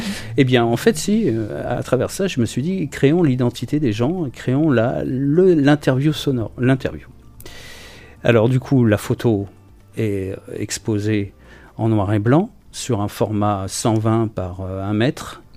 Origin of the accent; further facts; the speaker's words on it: Geneva, Switzerland; now in Dordogne, France; je suis originaire du côté de Genève, par là-bas